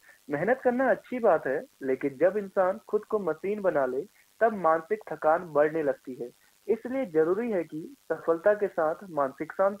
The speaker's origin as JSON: {"language": "Hindi", "town": "Pithoragarh", "region": "Uttarakhand", "country": "India", "tie": "born or raised there", "moved": "yes", "lives_now": "Almora, India", "said": "मैं वैसे मूल रूप से पिथौरागढ़ का निवासी हूँ, पर अभी अल्मोड़ा में रहता हूँ।"}